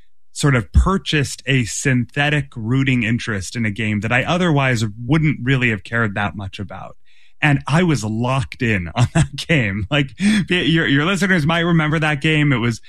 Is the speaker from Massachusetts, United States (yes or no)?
yes; Massachusetts, United States; I grew up in Massachusetts, so I have the New England sports fan, the Celtics and Patriots.